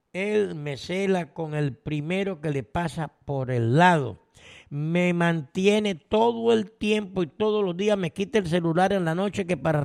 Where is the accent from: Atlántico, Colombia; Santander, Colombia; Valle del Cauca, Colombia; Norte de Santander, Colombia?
Valle del Cauca, Colombia; Buenaventura; Soy de aquí, de Buenaventura. Hace 2 años que me fui para Chile.